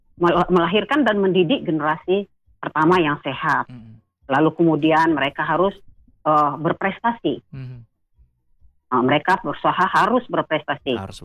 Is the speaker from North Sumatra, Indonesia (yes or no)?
yes; Medan, North Sumatra, Indonesia; saya kebetulan kan adanya lahir dan besar di daerah saya di Medan.